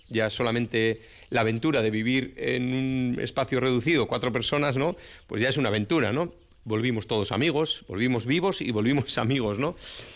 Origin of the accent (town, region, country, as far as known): Basque Country, Spain